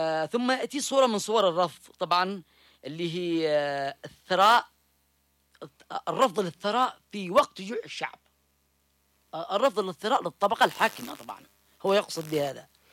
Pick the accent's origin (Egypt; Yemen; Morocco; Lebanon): Yemen